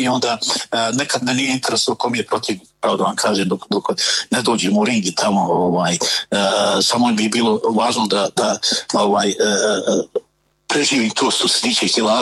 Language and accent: Bosnian; Zenica, Zenica-Doboj Canton, Bosnia & Herzegovina; kad sam bio ja ovako mlađi, bio sam nestrašan znate, odrastao sam u Zenci